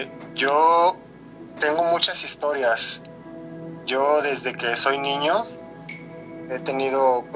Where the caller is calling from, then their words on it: Chilpancingo, Guerrero, Mexico; Desde Chilpancingo, Guerrero.